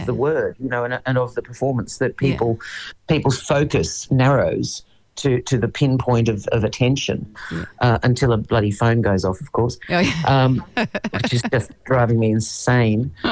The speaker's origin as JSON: {"language": "English", "country": "Australia", "said": "I'm an Australian actor."}